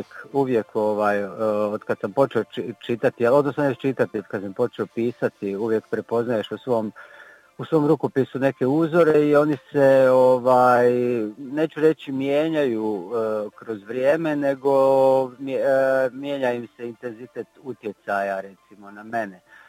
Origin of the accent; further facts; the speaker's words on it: Banja Luka, Republika Srpska, Bosnia & Herzegovina; moved away; moj rodni grad Banja Luku